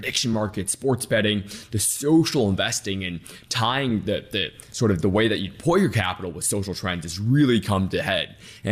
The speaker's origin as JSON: {"language": "English", "town": "Detroit", "region": "Michigan", "country": "United States", "tie": "born or raised there", "said": "So born and raised in Detroit, my parents are immigrants. We didn't have a lot of money growing up."}